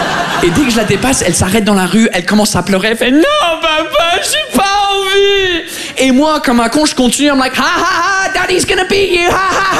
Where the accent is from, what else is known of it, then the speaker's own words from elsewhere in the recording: England, United Kingdom; French is a second language; now in France; je suis anglais. Ça fait 15 ans que je suis là, ça fait 15 ans que j'essaye de maîtriser votre langue.